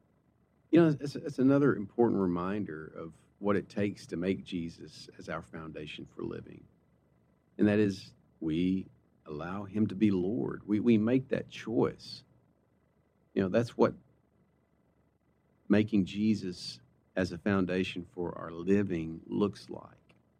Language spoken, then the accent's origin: English; Arkansas, United States; I'm from Arkansas.